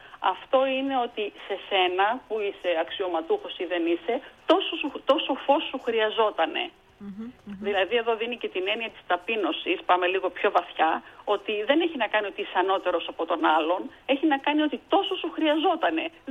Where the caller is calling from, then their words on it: Greece; από τους Αμπελόκηπους.